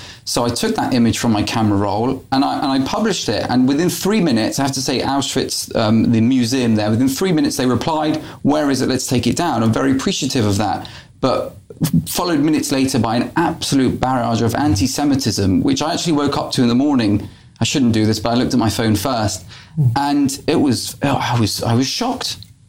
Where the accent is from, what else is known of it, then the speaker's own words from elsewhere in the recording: United Kingdom; we've as I said before, we're proudly British, and sometimes it's the British attitude just to get your head down and move on